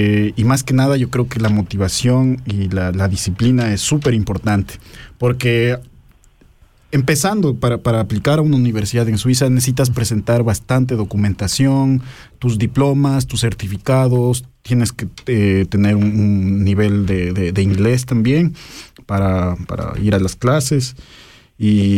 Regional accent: Ecuador; moved away as an adult; now in Switzerland; soy de Ecuador. Soy soltero. Bueno, ya vivo casi 4 años en Suiza. Antes también tuve la oportunidad de vivir en Berna.

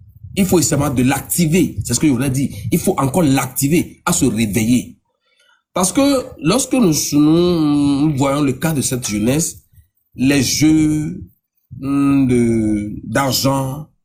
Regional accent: Côte d’Ivoire; now in Togo; Le seul pays que … j'ai, c'est le Togo. Bien sûr que j'ai grandi en Côte d'Ivoire, j'ai fait ma carrière en Côte d'Ivoire, mais je suis africain, mais je suis togolais, d'abord.

